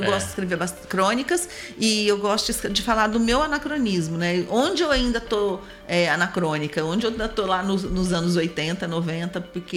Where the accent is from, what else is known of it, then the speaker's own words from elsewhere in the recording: Três Lagoas, Mato Grosso do Sul, Brazil; born there; eu nasci em Três Lagoas, nos anos 70